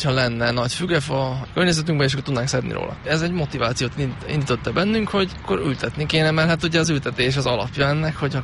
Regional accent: Győr, Győr-Moson-Sopron, Hungary; moved away as an adult; now in Budapest, Hungary; Győri vagyok. Onnan jött ez a vidéki, kicsit ilyen vidéki mentalitás, és ide ezt így elhoztam magammal.

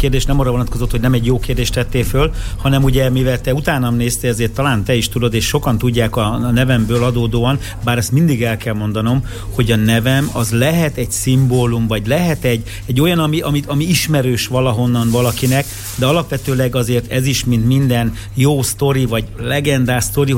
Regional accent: Hungary; mi magyarok vagyunk, anyuban van egy kis sváb beütés

